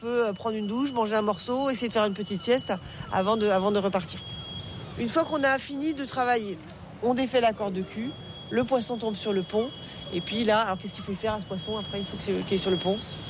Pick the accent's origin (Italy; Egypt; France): Egypt; Cairo, Cairo Governorate; Pareil, moi je suis du Caire